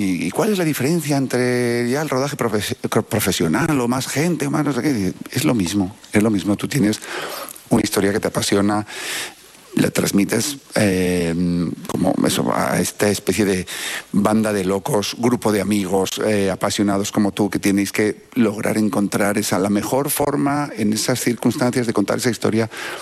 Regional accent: Navarre, Spain; Además de director de cine, soy navarro

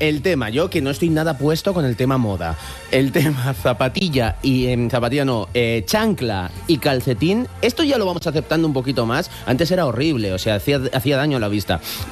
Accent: Vitoria, Basque Country, Spain; now in Madrid, Spain; Yo del País Vasco, de Vitoria, pero bueno, vivo aquí en Madrid hace muchos años.

